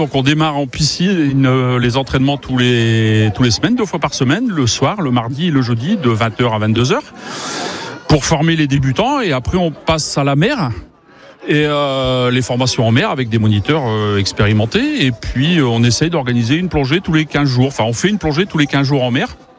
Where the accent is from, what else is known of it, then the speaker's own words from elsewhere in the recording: Lens, Hauts-de-France, France; now in Marseille area, France; moi à la base je suis pas de la région, donc je voulais en faire parce que je suis du Nord, je suis de Lens.